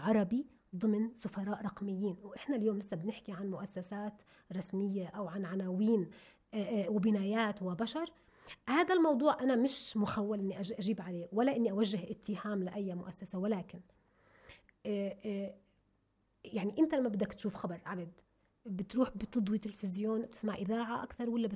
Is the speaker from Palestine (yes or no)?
yes; Palestine; وصير منظري انا كانسان فلسطيني امام العالم